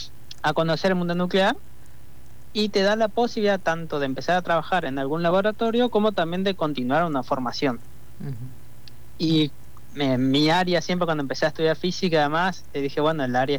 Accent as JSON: {"language": "Spanish", "town": "El Dorado", "region": "Misiones", "country": "Argentina", "also_born_or_lived": "Puerto Piray", "moved": "as an adult", "lives_now": "Buenos Aires, Argentina", "said": "soy de la ciudad del Dorado."}